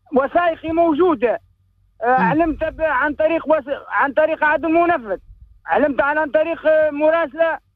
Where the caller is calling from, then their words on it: Gafsa Governorate, Tunisia; أنا نكلم فيك من قفصة، ما خرجت، نكلم فيكم بوعمران.